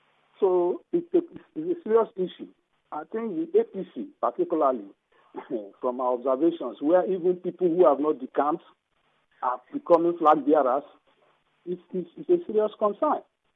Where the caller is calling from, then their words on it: Yenagoa, Bayelsa, Nigeria; I'm calling you from Yenegua.